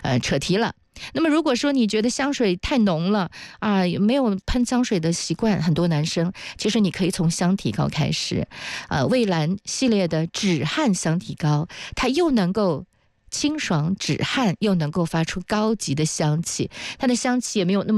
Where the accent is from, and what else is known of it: Zhejiang, China